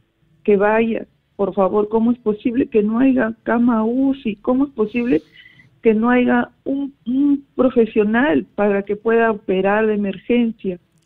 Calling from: Lima, Peru; Soy acá de Lima, de San Juan del Lurigancho.

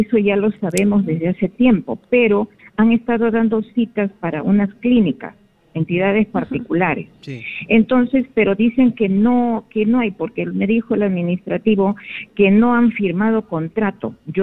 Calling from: Huacho, Lima, Peru; yo soy de Huacho.

